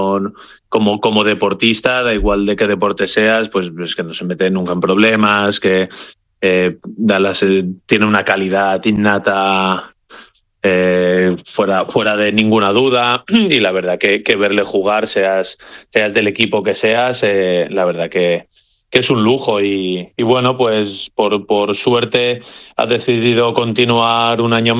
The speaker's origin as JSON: {"language": "Spanish", "country": "Spain", "said": "La verdad que yo soy español y de con España"}